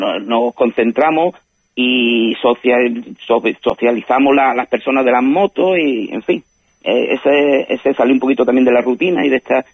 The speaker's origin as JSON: {"language": "Spanish", "region": "Ceuta", "country": "Spain", "said": "lo que somos los españoles ceutí"}